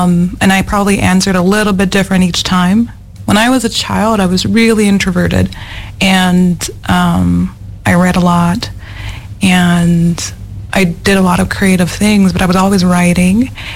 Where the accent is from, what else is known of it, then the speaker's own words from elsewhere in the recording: Minneapolis, Minnesota, United States; I'm a local poet and arts administrator. I'm from Minneapolis. I've lived in Minneapolis my whole life, and I have lots of Minneapolis pride. I'm also African-American Muslim